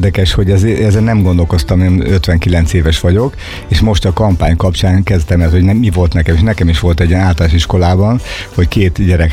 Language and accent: Hungarian; Battonya, Békés, Hungary; Én Batonyán nőttem fel, egy kis faluban ráadásul, tehát hogy nem is egy nagy város elhagyott az utcáján, hanem ott mindenki ismert mindenkit